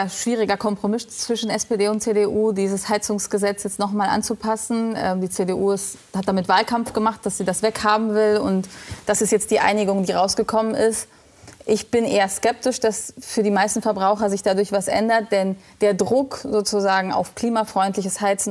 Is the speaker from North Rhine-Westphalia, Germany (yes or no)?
no; Mannheim, Baden-Württemberg, Germany; Also ich bin ja auch Mannheimer.